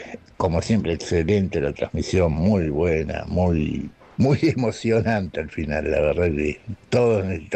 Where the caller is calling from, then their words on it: Solano, Buenos Aires Province, Argentina; de Solano, 324.